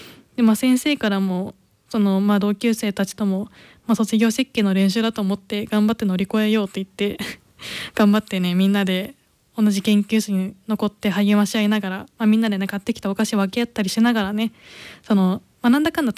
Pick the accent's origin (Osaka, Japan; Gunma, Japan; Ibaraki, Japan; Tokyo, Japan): Gunma, Japan; Ota; now in Kanazawa, Japan; 私は今ちょっと地元の群馬県太田市の太田駅周辺を対象に